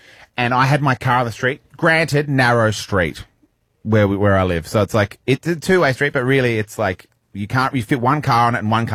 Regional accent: Tasmania, Australia; because when I grew up in Tasmania, we had 8 acres, so I never really had neighbours.

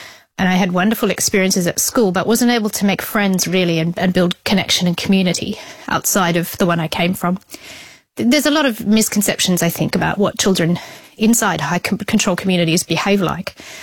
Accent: Australia; I am obviously Australian. I was raised fifth generation inside the group here in Australia. I came from a rural remote community, which is relatively common.

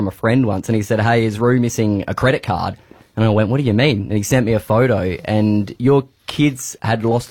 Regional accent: Australia; He goes, you're from Australia? And I go, yeah, like, good pick. A lot of people think that we're British on this trip.

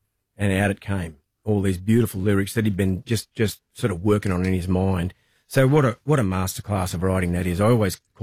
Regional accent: Grafton, New South Wales, Australia; now in Sydney, Australia; I first met Don when I was in my early 20s here in Sydney. And he worked out I was from Grafton, and he just really needed to know whether he knew all these relations of mine.

